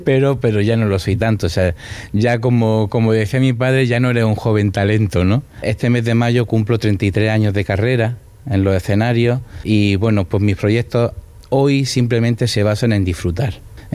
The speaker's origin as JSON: {"language": "Spanish", "town": "Granada", "region": "Andalusia", "country": "Spain", "said": "con mucho arraigo de mi país, de donde vengo, y más aún de mi ciudad."}